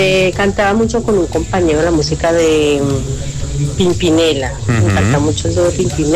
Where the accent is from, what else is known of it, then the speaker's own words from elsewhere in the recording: Valle del Cauca, Colombia; Yo soy del Valle y me encantaba que un profesor los viernes culturales daba, era eso, la hora de él, los viernes era bailar, cantar